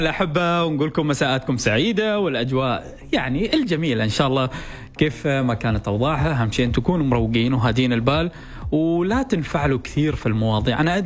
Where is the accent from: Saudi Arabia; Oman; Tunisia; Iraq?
Oman; بلدنا عمان